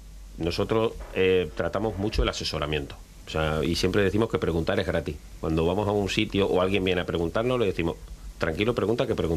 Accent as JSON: {"language": "Spanish", "town": "Cabezas del Buey", "region": "Extremadura", "country": "Spain", "said": "Nosotros veníamos de una zona agraria, ganadera. Somos de La Serena. Los dos somos de Cabezas del Buey, aunque nos implantamos en Don Benito."}